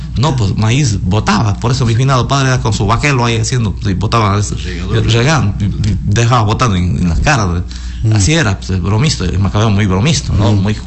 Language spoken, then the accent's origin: Spanish; Macas, Morona Santiago, Ecuador; nosotros que somos de acá de Maca